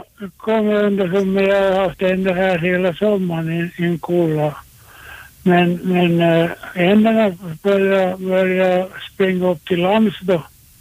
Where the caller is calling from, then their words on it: Sweden; från Malås.